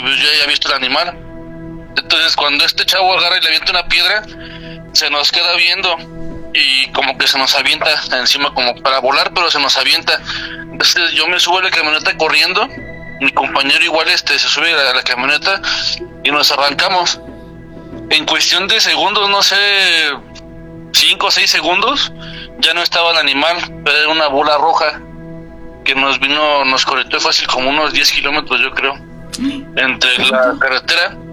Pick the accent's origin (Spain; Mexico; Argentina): Mexico; Saltillo, Coahuila; yo vengo yo soy de Saltillo, Coahuila. Yo viví mucho tiempo allá en Coahuila, y lo que es allí en Parras y Ramos Arizpe, se contaban muchas historias de brujas.